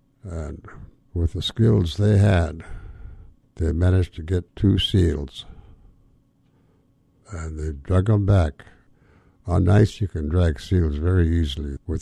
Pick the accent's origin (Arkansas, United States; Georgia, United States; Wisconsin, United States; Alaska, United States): Alaska, United States; Dry Bay; born there; I was born in Dry Bay, about 65 miles below Yakutat. Yakutat being the nearest post office, of course, I have to say I was born in Yakutat. But Dry Bay is just off the foothills of Mount Fairweather